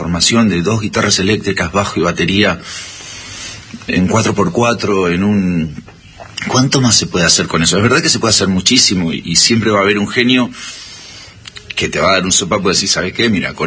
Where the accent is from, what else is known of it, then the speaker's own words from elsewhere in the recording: Buenos Aires Province, Argentina; Yo soy bonaerense.